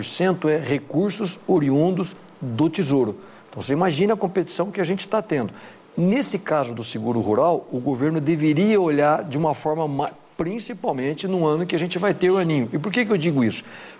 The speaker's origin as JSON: {"language": "Portuguese", "country": "Spain", "second_language": "Portuguese", "said": "Como bom espanhol, vou falar algo aqui que vai ser uma heresia que eu vou falar aqui ao vivo, tá?"}